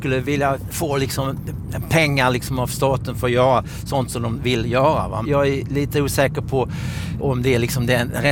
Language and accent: Swedish; Ängelholm, Skåne, Sweden; also born or lived in Helsingborg; som jag är skåning som växte och född i Helsingborg, växte upp i Ängelholm.